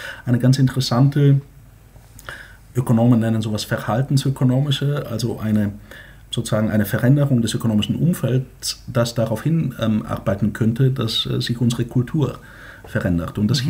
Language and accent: German; Bulgaria; Übrigens wie in meiner Heimat Bulgarien, da ähnelt sich Sachsen mit meiner Heimat ganz doll